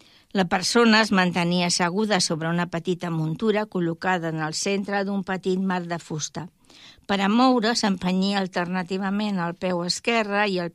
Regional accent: Barcelona, Catalonia, Spain; jo sóc barcelonina

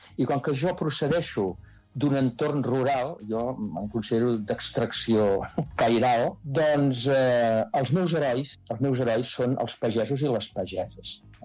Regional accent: Taradell, Catalonia, Spain; només al meu poble de Taradell, doncs ja hi ha dues, diguem-ne, finques que s'han convertit en camps de golf

